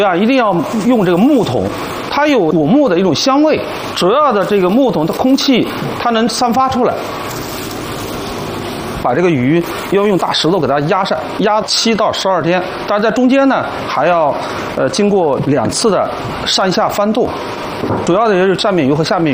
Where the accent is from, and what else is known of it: Anhui, China; moved away